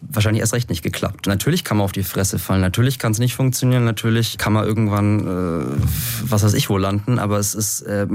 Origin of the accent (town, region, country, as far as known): Schweinfurt, Bavaria, Germany; born or raised there